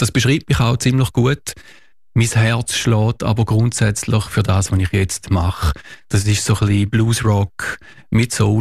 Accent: Frauenfeld, Thurgau, Switzerland; Ich sage jetzt mal, östlich von Frauenfeld, wo ich herkomme, ist es klar

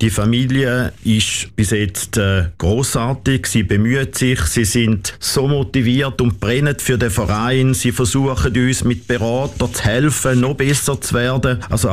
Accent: Schaffhausen, Switzerland; Für mich natürlich als Schaffhauser

